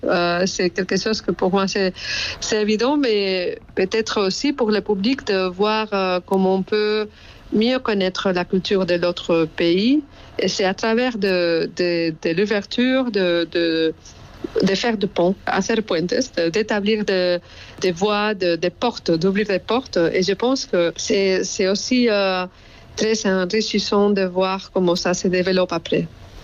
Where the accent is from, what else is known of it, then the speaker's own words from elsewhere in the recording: Spain; French is a second language; moved away as an adult; now in Brussels, Belgium; je suis espagnole. Et donc, ça fait 5 ans que je suis à Bruxelles.